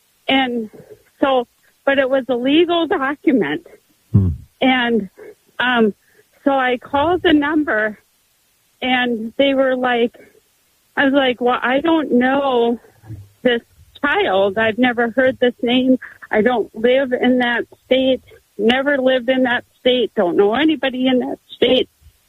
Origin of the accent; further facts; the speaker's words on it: Minnesota, United States; I'm from Minnesota, but I think it was like from Kentucky or something like that.